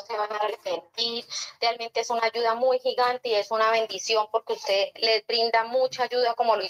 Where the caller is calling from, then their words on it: Chivor, Boyacá, Colombia; yo lo llamo acá desde una vereda de Chivorboyacá.